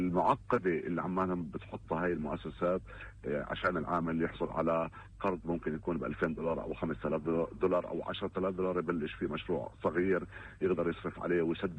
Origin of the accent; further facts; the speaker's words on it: Palestine; احنا كفلسطينيين